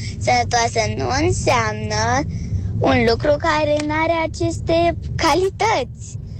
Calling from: Constanța, Constanța County, Romania; din Constanța și am 7 ani

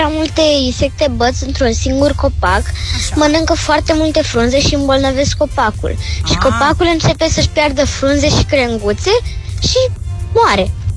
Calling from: Constanța, Constanța County, Romania; din Constanța, am 8 ani

